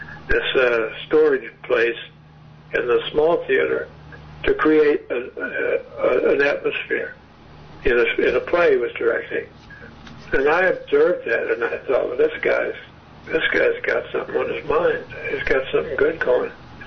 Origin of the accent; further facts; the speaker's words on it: Fort Smith, Arkansas, United States; I am from Arkansas, and Mark was from Deep South of Mississippi, Greenwood, and I was from Fort Smith, Arkansas, and Arkansas is also very, very southern